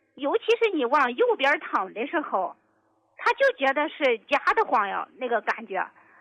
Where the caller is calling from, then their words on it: Tai'an, Shandong, China; 我是山东的，山东泰安的听众，